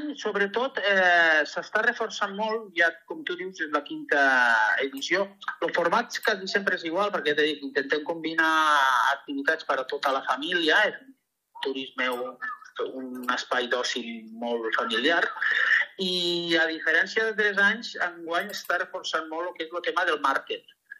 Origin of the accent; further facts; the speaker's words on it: Rossell, Valencian Community, Spain; vam considerar que Rossell era un bon lloc, perquè nosaltres som de Rossell, per fer una miqueta de territori i de pertenència.